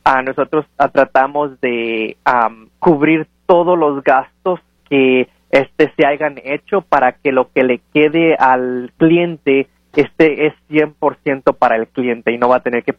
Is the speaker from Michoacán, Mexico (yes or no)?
yes; Lázaro Cárdenas, Michoacán, Mexico; moved away; Yo soy de Lázaro Cárdenas, Michoacán.